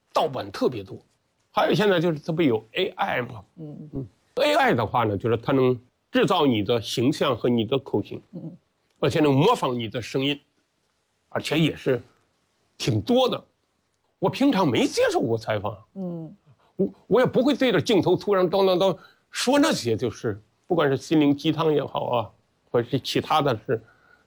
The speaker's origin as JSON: {"language": "Chinese", "region": "Henan", "country": "China", "tie": "born or raised there", "moved": "yes", "said": "所以我们河南人的话呢，除了幽默，就是心胸也特别的宽广，一般的话呢都不爱占人便宜，"}